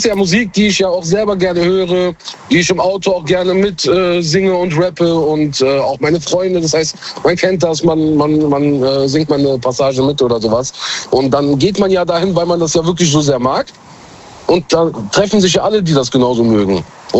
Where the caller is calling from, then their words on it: Mönchengladbach, North Rhine-Westphalia, Germany; Ich komme aus Gladbach, Mönchengladbach.